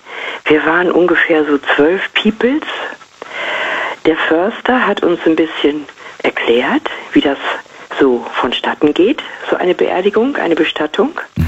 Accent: Vlotho, North Rhine-Westphalia, Germany; Ich bin also praktisch wieder zurückgegangen, so einen Schritt in meine Heimat und habe mich da sau wohl gefühlt. Auch wenn ich die Stadt Floto, da bin ich ab und zu mal reingefahren in die Stadt Floto, wo ich auch meine Jugend verbracht habe

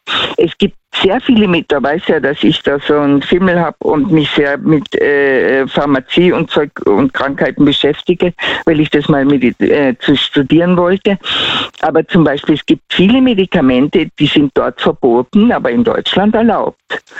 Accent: Tyrol, Austria; accent: Tyrolean

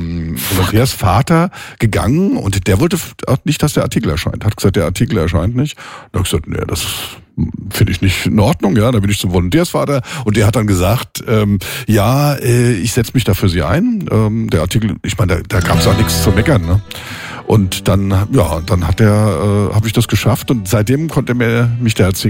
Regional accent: Mainz, Rhineland-Palatinate, Germany; now in Bodenheim, Germany; Aber gut, ich komme aus Mainz, bin da geboren, lebe in Bodenheim, im schönen Bodenheim.

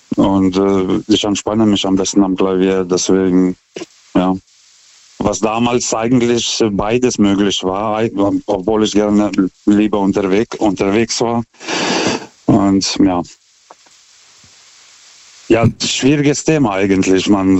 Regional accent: Lithuania; German is a second language; now in Germany

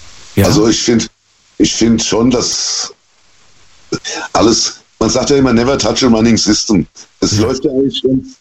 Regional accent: Germany; Ja, ich bin Deutscher, sagen wir mal so.

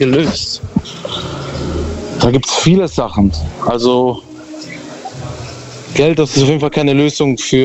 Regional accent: Ludwigsburg, Baden-Württemberg, Germany; Aus Ludwigsburg.

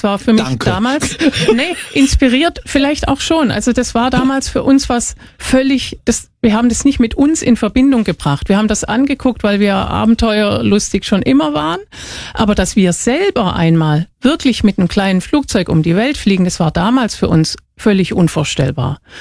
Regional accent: Walldorf, Baden-Württemberg, Germany; Ich komme aus Waldorf, südlich von Heidelberg.

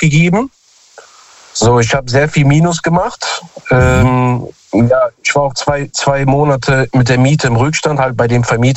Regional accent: Cologne, North Rhine-Westphalia, Germany

